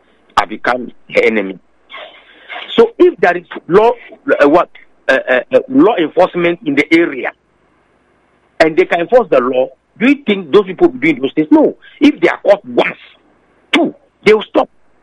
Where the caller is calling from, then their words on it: Adenta, Greater Accra, Ghana; I'm calling from Adenta.